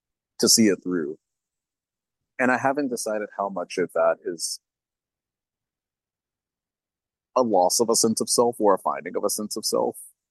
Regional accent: Alabama, United States; moved away; People are like, where are you from? You say Alabama

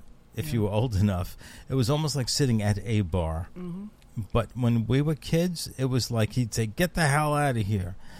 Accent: New York City, New York, United States; when I was a kid, growing up in Brooklyn

